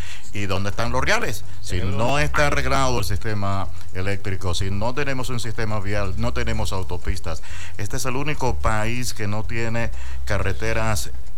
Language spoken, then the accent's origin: Spanish; Venezuela; los venezolanos estamos aquí pasando roncha